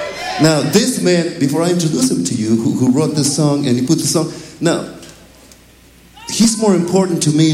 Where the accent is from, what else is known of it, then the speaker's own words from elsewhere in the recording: Tijuana, Baja California, Mexico; but I came here from Tijuana. In 1962.